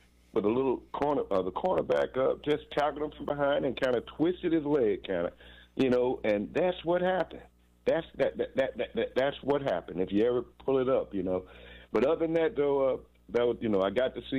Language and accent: English; St. Louis, Missouri, United States; I grew up in St. Louis, and Roger Maris, man, when we had him on the Cardinals.